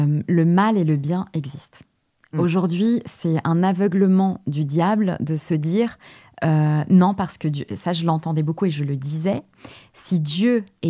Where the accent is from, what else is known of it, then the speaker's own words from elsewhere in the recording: Portugal; Parce que je suis portugaise.